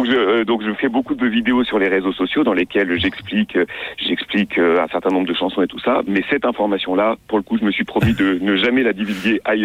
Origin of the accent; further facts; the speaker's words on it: Grenoble, Auvergne-Rhône-Alpes, France; Donc je suis allé à la bibliothèque de Grenoble, puisque je suis de Grenoble.